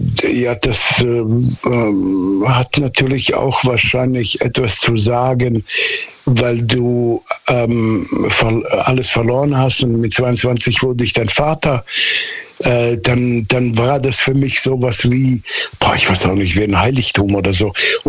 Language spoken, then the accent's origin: German; Southern Germany, Germany; Ich bin quasi auf dem Dorf aufgewachsen in Süddeutschland. Da war die Welt ein bisschen anders und komischerweise heute ist das immer noch so.